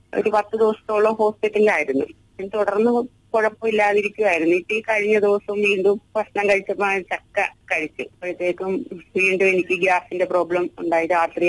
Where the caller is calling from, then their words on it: Mannancherry, Kerala, India; മണ്ണഞ്ചേരിയിൽ നിന്നാണ് വിളിക്കുന്നത്.